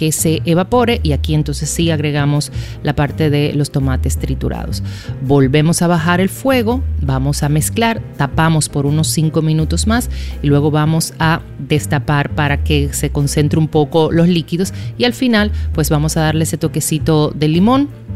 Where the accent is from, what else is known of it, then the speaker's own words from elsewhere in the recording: Dominican Republic; me he pasado unos días allá y pues como buena dominicana, pues se pegan todos los acentos, ¿no?